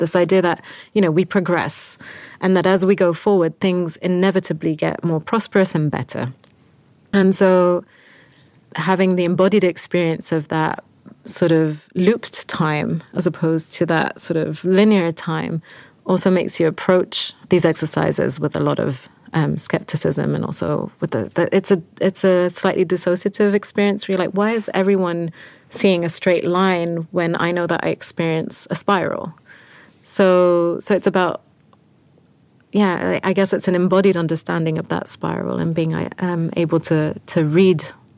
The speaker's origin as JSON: {"language": "English", "region": "London", "country": "United Kingdom", "tie": "born or raised there", "moved": "yes", "lives_now": "Belgium", "said": "I grew up in London in the 90s in South London"}